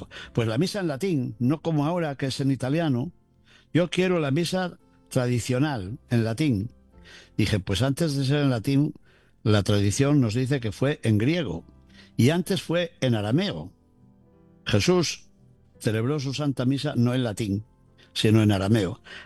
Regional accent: Spain; moved away; en mi tierra de España, en Toledo

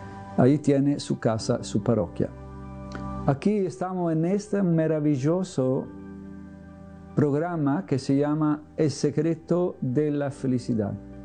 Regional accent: New York, United States; Yo vengo, soy de New York, mejor vengo de Visitation, Richard Street 98, Brooklyn.

